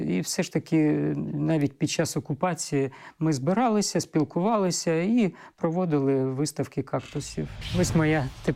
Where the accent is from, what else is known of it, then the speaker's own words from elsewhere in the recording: Donetsk, Donetsk Oblast, Ukraine; Я постійний мешканець Донецька, корінний донеччанин, в п'ятому поколінні. Народився в родині лікаря і сам працював все життя лікарем.